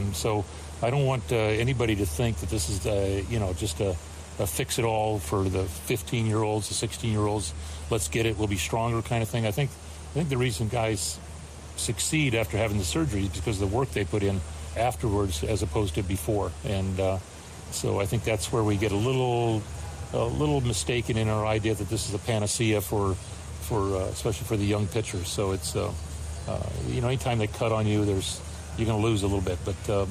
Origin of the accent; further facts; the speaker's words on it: San Diego, California, United States; my favorite player is Ted Williams growing up in San Diego.